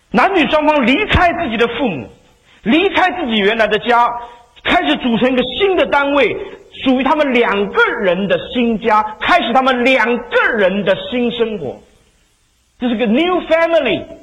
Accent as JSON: {"language": "Chinese", "country": "Taiwan"}